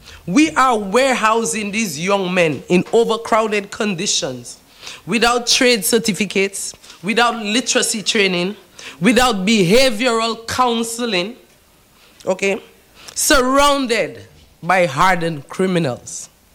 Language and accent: English; St. Lucia; like Anslery, my hometown, that our community is safe